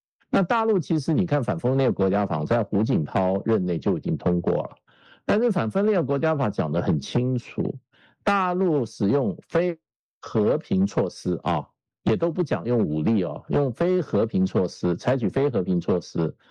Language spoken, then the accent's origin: Chinese; Taiwan; 问题两岸的交往要跟我小时候在台湾的时候，我们跟大陆几乎是断了来往的，我们连亲人都不能联系，那是一个很大的悲剧。